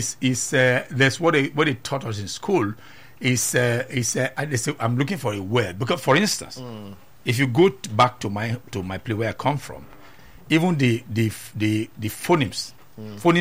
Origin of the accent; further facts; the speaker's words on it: Edo, Nigeria; I'm from Edo State.